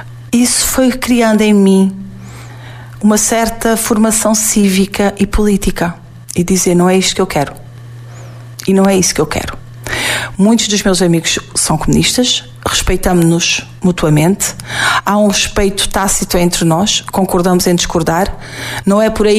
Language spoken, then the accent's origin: Portuguese; Benavila, Alentejo, Portugal; born or raised there; now in Portalegre, Portugal